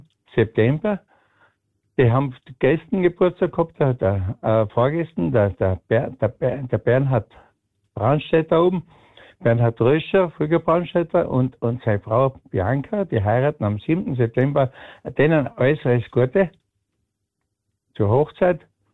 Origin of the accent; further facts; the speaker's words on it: Schöder, Styria, Austria; now in Upper Austria, Austria; Ich bin ja gebürtiger Schöderer.